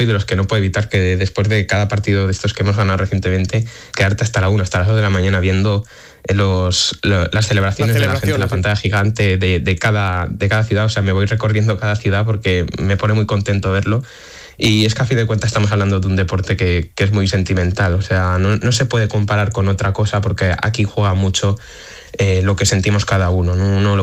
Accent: Aragon, Spain; O sea, yo soy de un pueblo de Teruel, y ahí estaré con mi padre.

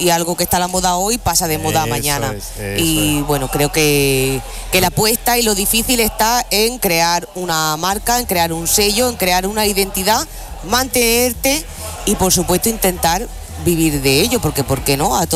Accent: Guadix, Andalusia, Spain; Olín, pero que si estamos en Granada, yo te voy a decir que te vayas a Guadí, que es mi pueblo.

